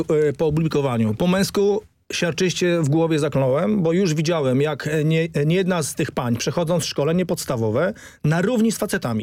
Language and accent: Polish; Grudziądz, Kuyavian-Pomeranian Voivodeship, Poland; ja jestem z Grudziądza